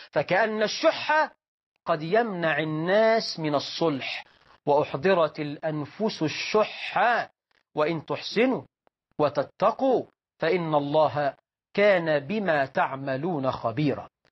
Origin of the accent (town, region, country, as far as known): Egypt